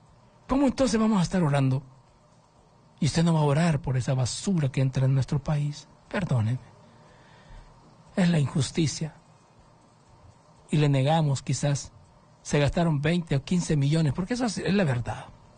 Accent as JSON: {"language": "Spanish", "country": "Honduras", "said": "pues yo soy ciudadano hondureño."}